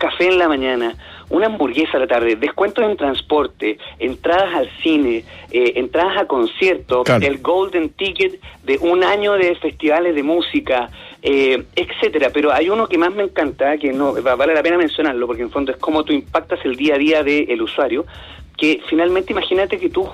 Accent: Chile; y como buenos chilenos empezamos a liderar en esa área. Y sucede que acá en Chile, en el fondo nosotros volviendo a nuestro país

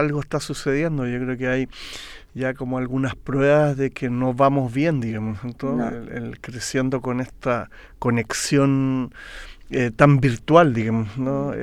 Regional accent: Viña del Mar, Valparaíso, Chile; yo vivía de chico, vivíamos en Viña y teníamos un terreno grande, bien central, y mis padres, los dos en realidad podría ser que eran alemanes, digamos, el viejo venía y mi mamá era nacida en Valparaíso, pero de padres alemanes

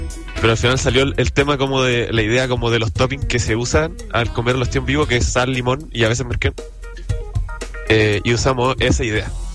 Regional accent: Coquimbo, Chile; Coquimbo, que es de donde yo vengo, donde está todo el cariño que yo tengo por la cocina, sobre todo por el mar, porque yo siempre he sido una persona que me he criado en el mar y con la comida de mar.

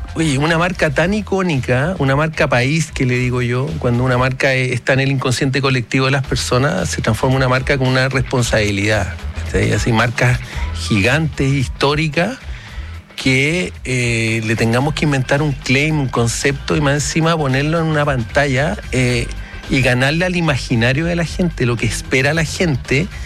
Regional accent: Viña del Mar, Valparaíso, Chile; yo soy de Viña, ¿cachai?

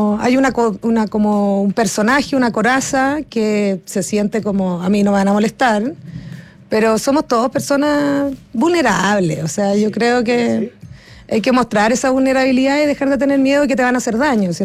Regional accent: Chile

